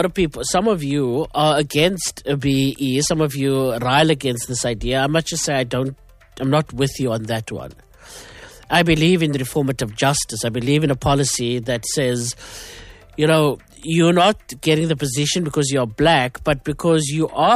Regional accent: South Africa

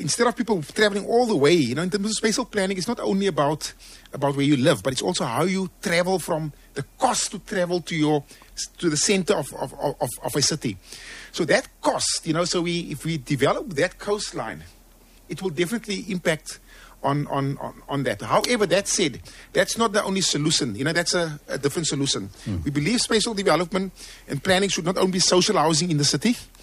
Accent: Cape Town, Western Cape, South Africa; I grew up in Lavendale. Mm. Then I moved to an area called Pelican Heights.

